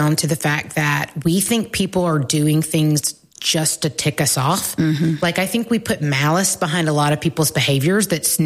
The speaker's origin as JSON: {"language": "English", "town": "Northport", "region": "Alabama", "country": "United States", "tie": "born or raised there", "also_born_or_lived": "Tuscaloosa", "said": "I was also from Tuscaloosa"}